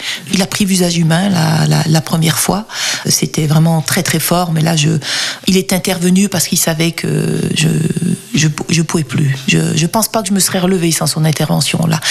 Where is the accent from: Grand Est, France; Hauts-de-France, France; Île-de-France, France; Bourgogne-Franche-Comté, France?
Bourgogne-Franche-Comté, France; Saint-Claude; born there; parce qu'à Saint-Claude, ville où je suis née, dans le Haut-Jura, communauté musulmane très très importante.